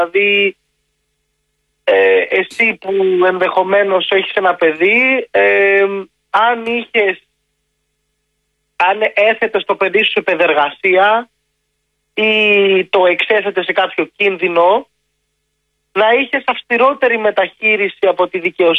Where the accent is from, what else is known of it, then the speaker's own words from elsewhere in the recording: Chania, Crete, Greece; Η αλήθεια είναι πως εγώ είμαι από τα Χανιά που είναι η Αγία Κυριακή.